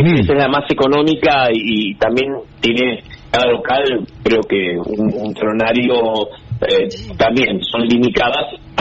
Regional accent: Punta Alta, Buenos Aires Province, Argentina; born there; Nacimos en Punta Alta, tengo la verdad que muy buena experiencia con la gente de Punta Alta.

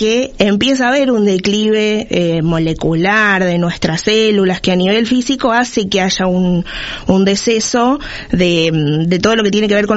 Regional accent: Punta Alta, Buenos Aires Province, Argentina; Nacida y criada acá toda la vida.

